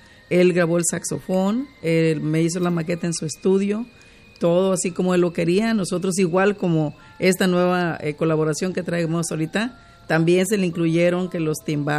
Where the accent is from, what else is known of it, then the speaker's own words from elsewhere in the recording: Guerrero, Mexico; moved away; Yo soy de Guerrero